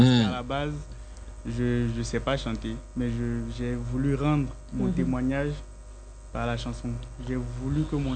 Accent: Daloa, Sassandra-Marahoué, Côte d’Ivoire; born there; moved away; also born or lived in Dabou; Je suis né à Daloa.

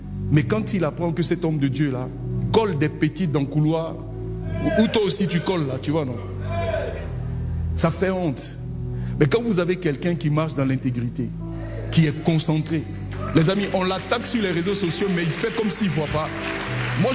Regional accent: Yopougon, Abidjan, Côte d’Ivoire

